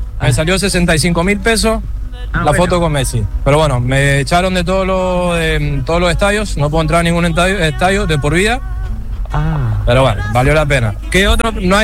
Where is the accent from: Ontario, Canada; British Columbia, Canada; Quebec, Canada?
Ontario, Canada; Toronto